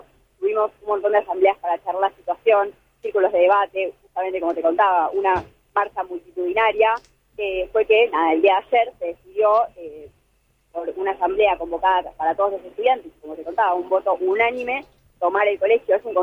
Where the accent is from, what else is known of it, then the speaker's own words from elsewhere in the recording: Argentina; es una lucha nuestra propia como estudiantes y como argentinos.